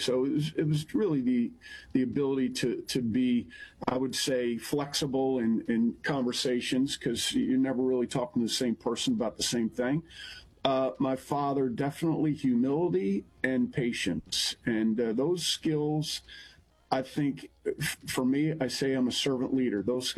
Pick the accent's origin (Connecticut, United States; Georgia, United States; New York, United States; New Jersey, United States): New York, United States; Ithaca; I was born in Ithaca, New York. I am one of six. I'm a twin, but still the youngest of all.